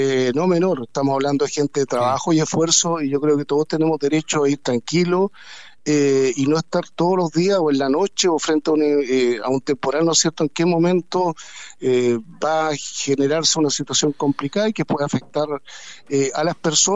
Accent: Chile; todos somos chilenos y chilenas

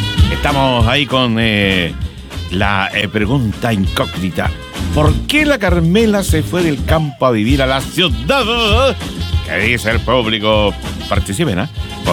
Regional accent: San Rosendo, Biobío, Chile; Yo vengo de San Rosendo.

